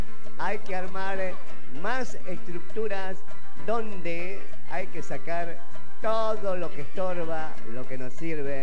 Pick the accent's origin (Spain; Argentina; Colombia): Argentina; 4 de la tarde en mi país, en mi Argentina.